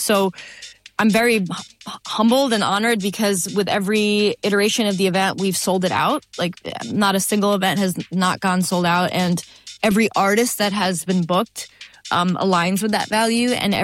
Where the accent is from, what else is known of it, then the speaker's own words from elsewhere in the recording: Lahore, Punjab, Pakistan; moved away; the neighborhood I grew up in Lahore, Pakistan.